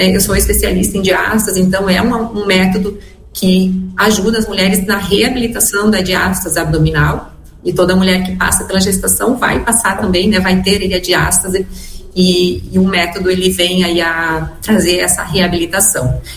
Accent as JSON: {"language": "Portuguese", "town": "Marau", "region": "Rio Grande do Sul", "country": "Brazil", "tie": "born or raised there", "moved": "as an adult", "lives_now": "Passo Fundo, Brazil", "said": "eu sou natural de Marau, minha família mora em Marau, eu saí cedo, né, de lá. Com 18 anos"}